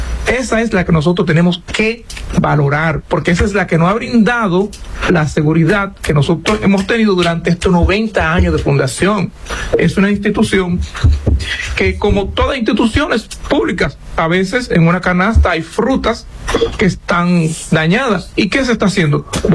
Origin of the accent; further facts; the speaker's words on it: Dominican Republic; nosotros como dominicanos